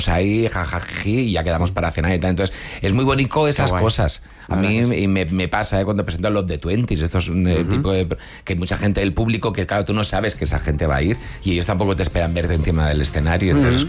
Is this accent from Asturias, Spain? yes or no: no; Barcelona, Catalonia, Spain; moved away as an adult; now in Madrid, Spain; yo soy de Barcelona, me vine a Madrid con 18 años...